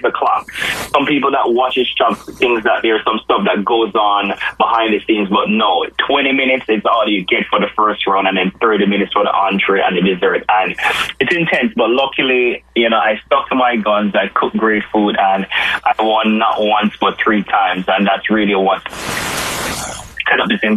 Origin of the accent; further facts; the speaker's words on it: Jamaica; now in New York, United States; because when I moved from Jamaica to New York, that was one of the things that I really wanted